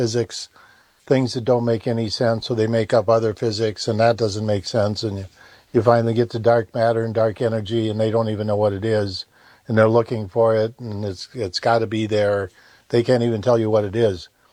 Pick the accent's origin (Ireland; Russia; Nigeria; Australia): Ireland